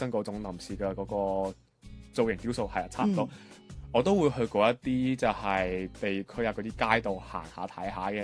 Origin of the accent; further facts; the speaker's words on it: Macau; Hello， 大家好，